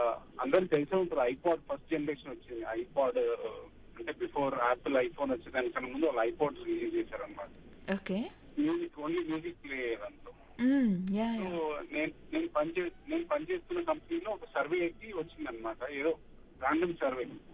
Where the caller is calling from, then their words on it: Hyderabad, Telangana, India; నేను హైదరాబాద్ నుంచి కాల్ చేస్తున్నాను.